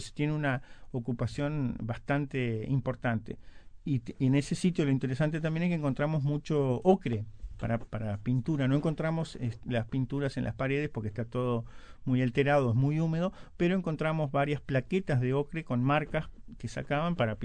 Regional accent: Rivera, Uruguay; moved away; Yo soy de Rivera, vine a estudiar escribanía

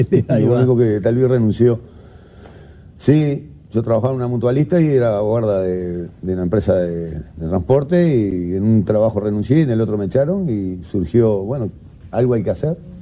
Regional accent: Montevideo, Uruguay; yo nací en la aduana, en la Ciudad Vieja, uh-huh. A dos cuadras del puerto.

